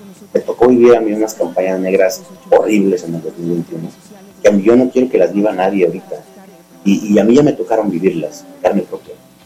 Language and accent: Spanish; San Luis Potosí, Mexico; Pero no quiere decir que no sea de aquí, de San Luis Potosí. Yo amo mi tierra, yo amo a mis hijos